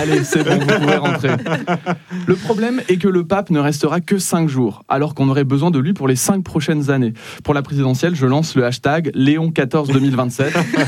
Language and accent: French; Metz, Grand Est, France; now in Paris, France; Parce que oui, j'ai grandi à Metz, j'habite à Paris, et mes blagues blagues sont lourdes.